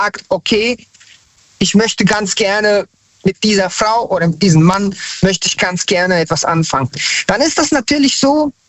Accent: Frankfurt, Hesse, Germany; now in Hanau, Germany; tatsächlich, ich bin kein gebürtiger Hesse. Also eigentlich komme ich von ganz woanders her, aber ich bin in Hessen, Hanau, Hessen, Frankfurt aufgewachsen und bin dann nach Hanau gezogen.

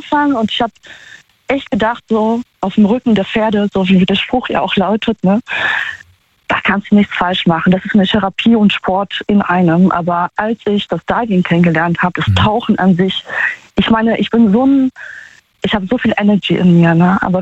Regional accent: Poland; Ich komme auch aus Polen, ich bin jetzt auch nicht in Gold geboren, sage ich jetzt mal.

